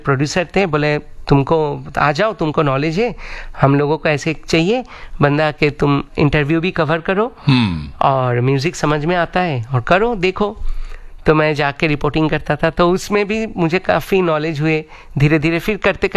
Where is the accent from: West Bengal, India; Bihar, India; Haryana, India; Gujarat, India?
West Bengal, India; Kolkata; मैं कोलकाता से हूँ, और मेरे जो जगह है बहुत ही संगीतमय जगह है वो आसपास में, क्योंकि मेरे घर के 2-3 बंगला छोड़ के, घर छोड़ के